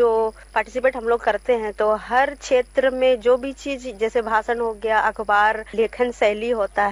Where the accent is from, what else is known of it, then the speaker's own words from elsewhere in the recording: Kharsawan, Jharkhand, India; और मैं खरसवां से हूँ।